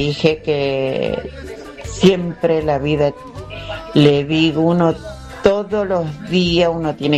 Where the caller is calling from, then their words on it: Río Turbio, Santa Cruz, Argentina; estoy lejos porque vivo en Río Turbio.